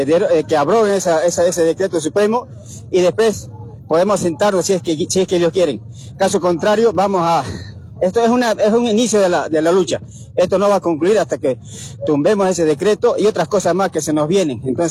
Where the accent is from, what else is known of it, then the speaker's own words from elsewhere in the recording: Bolivia; como productores y en sí como bolivianos.